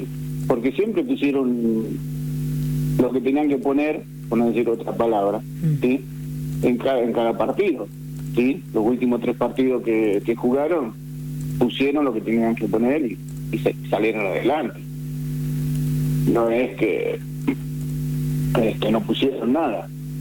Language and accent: Spanish; Argentina